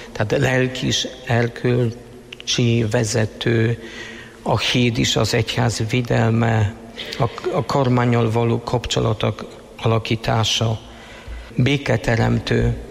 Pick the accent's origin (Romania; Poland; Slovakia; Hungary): Poland; Hungarian is a second language; moved away; 3000 évesek lettünk, mint lengyelek